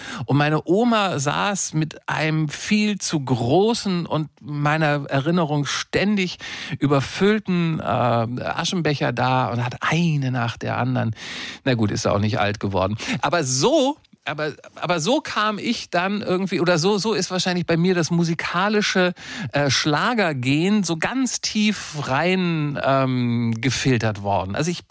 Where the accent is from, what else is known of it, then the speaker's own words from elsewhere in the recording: Lower Saxony, Germany; born there; Ich bin in Niedersachsen geboren worden, Ende der 60er Jahre, meine Eltern hatten kein Geld